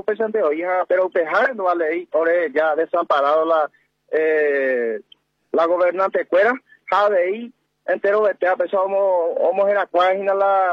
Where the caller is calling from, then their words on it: Paraguay; como paraguayo, como indígena, como nativo